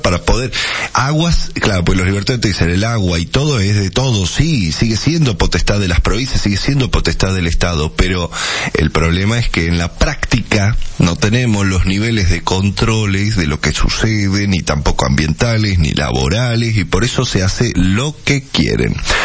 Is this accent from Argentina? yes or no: yes; Argentina; nos afecta y nos involucra a nosotros como argentinos.